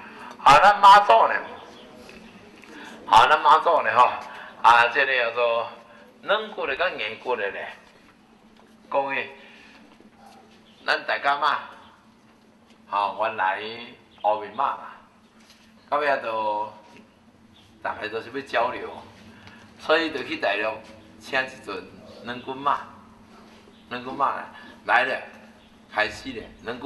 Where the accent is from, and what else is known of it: Taiwan